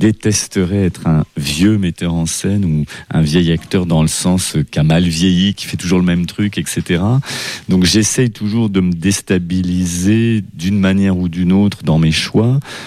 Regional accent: Avignon, Provence-Alpes-Côte d'Azur, France; born there; Je suis né dans le Hof, à Avignon.

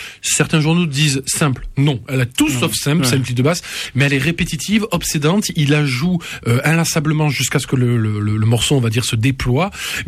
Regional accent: Toulouse, Occitanie, France; Oui, on est toulousain. Hein. Qu'est-ce que tu veux? On va pas se refaire.

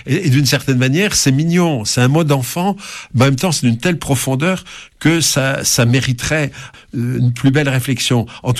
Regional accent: France; J'ajoute qu'en plus, je suis français

